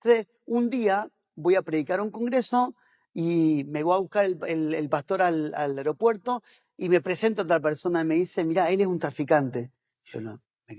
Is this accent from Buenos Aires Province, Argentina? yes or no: yes; Azul, Buenos Aires Province, Argentina; born there; also born or lived in Tucumán; mis papás eran pastores, yo nací en Azul, Buenos Aires, soy mayor de cinco hermanos, y los dos mayores nacimos allá, después mis papás se fueron a Tucumán a terminar el seminario